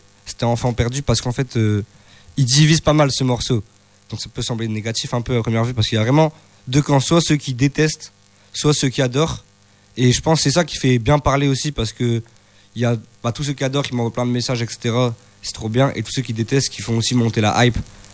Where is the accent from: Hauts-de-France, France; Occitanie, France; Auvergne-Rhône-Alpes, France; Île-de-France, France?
Hauts-de-France, France; Neuville-en-Ferrain; du coup, j'ai 18 ans. Je viens de Neuville-en-Ferrin, du coup dans le nord d'ici.